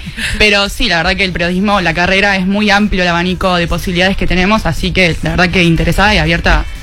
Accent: Villa Carlos Paz, Córdoba, Argentina

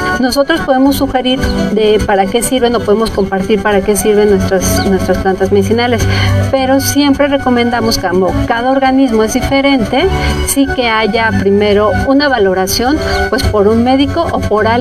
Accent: Mexico; La dalia es la flor nacional, es la flor que nos representa como mexicanos.

